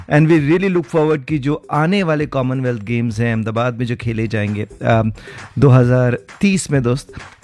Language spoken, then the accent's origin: Hindi; Delhi, India